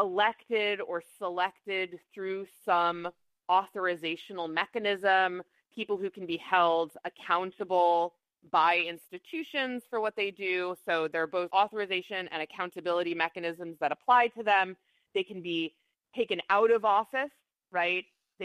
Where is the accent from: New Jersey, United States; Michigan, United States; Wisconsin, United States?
New Jersey, United States; Hackensack; my hometown of Hackensack, New Jersey, where I was taken to city council meetings as a kid